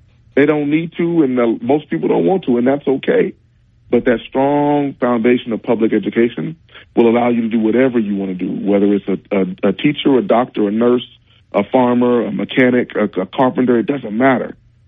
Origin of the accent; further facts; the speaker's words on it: Pine Bluff, Arkansas, United States; Could you imagine when we were growing up in Pine Bluff that if a second, a first, second, or third grader couldn't read, what would happen?